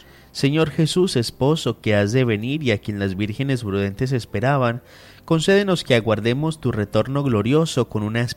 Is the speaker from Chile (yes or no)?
no; Colombia